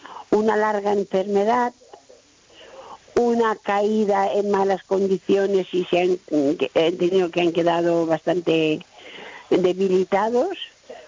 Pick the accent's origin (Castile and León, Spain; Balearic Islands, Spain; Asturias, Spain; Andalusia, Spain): Balearic Islands, Spain; Palma